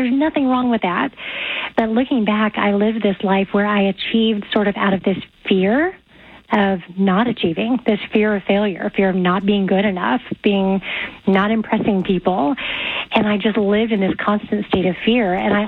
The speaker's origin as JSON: {"language": "English", "region": "Oklahoma", "country": "United States", "tie": "born or raised there", "said": "growing up in Oklahoma, it's the Bible Belt."}